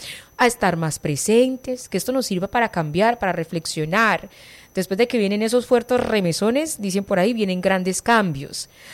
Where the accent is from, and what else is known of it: Colombia